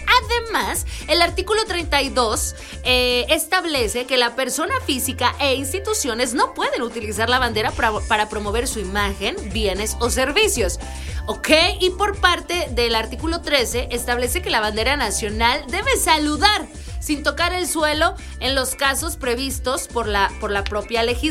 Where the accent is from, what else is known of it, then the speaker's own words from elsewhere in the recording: Mexico; si nosotros como mexicanos no los respetamos